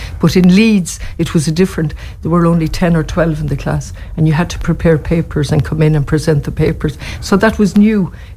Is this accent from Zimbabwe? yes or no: no; Galway, Connacht, Ireland; I came from Shantala, which was a local authority estate